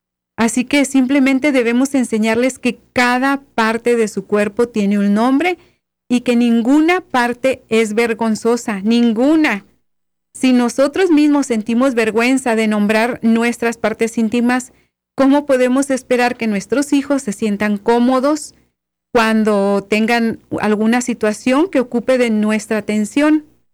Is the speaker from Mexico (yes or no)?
yes; Mexico; como estas cosas que regularmente nosotros como latinos o como mexicanos tendemos a hacerlos.